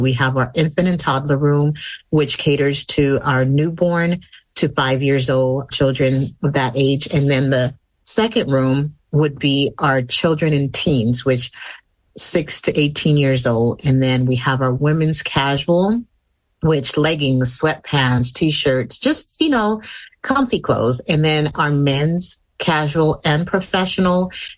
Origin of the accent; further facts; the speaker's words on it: Jamaica; now in San Diego, United States; I am originally from Jamaica, growing up on a beautiful island with humble beginnings.